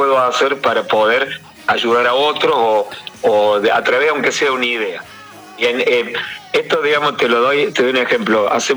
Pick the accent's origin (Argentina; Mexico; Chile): Argentina; nosotros como argentinos